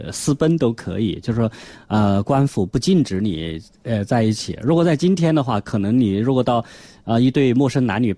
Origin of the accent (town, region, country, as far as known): China